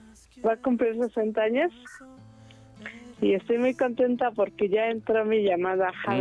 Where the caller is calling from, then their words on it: Nicolás Romero, State of Mexico, Mexico; Aquí desde Nicolás Romero, Estado de México.